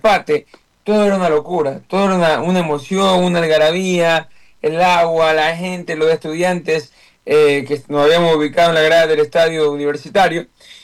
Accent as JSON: {"language": "Spanish", "town": "Portoviejo", "region": "Manabí", "country": "Ecuador", "said": "yo soy de Puerto Viejo, no vi ningún partido en Puerto Viejo."}